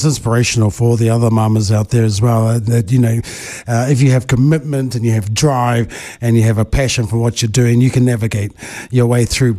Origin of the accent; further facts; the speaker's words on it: Waikato, New Zealand; I'm from Waituko and Waihi, so, you know, we have a close knit. … from out those ways.